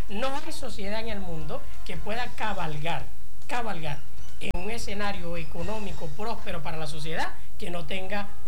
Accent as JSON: {"language": "Spanish", "country": "Venezuela", "said": "como venezolanos y venezolanas"}